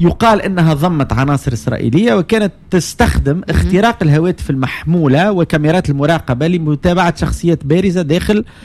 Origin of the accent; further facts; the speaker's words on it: Tunisia; أنا خلينا نقول أنا كتونسي أعتقد أنه من المهم جدا